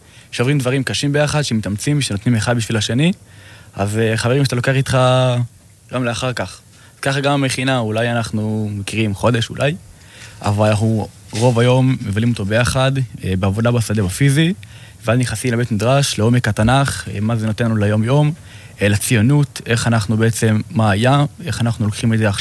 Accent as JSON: {"language": "Hebrew", "town": "Kiryat Gat", "region": "Southern District", "country": "Israel", "said": "אני מגיע מקריית גת שבדרום."}